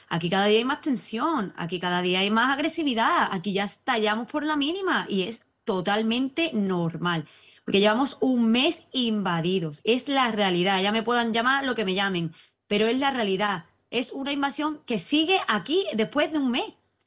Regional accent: Ceuta, Spain; y que somos españoles.

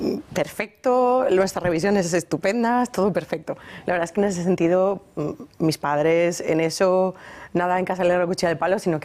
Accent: Valencia, Valencian Community, Spain; sí, vivíamos en Valencia

